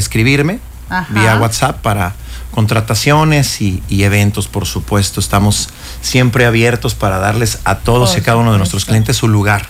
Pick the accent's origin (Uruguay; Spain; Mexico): Mexico; nosotros los mexicanos estamos tan habituados con el mariachi